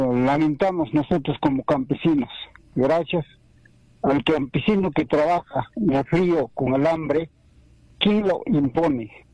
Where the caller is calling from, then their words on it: Peru; Le llamo de provincia de Azanga, del medio rural.